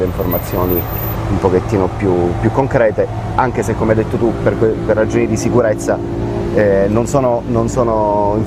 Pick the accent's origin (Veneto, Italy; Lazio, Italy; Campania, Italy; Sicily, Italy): Sicily, Italy; Palermo; now in Taranto, Italy; io da quando sono qui mi sento a casa, da palermitano.